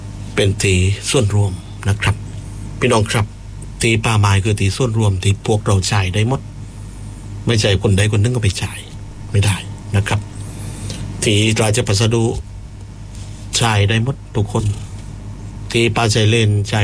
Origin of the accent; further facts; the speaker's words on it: Phuket, Thailand; ในฐานะคนภูเก็ตคนนึงนะครับผมบรรพบุรุษผม200กว่าปีอยู่ที่ภูเก็ตเราเป็นคนภูเก็ตแต่กำเนิด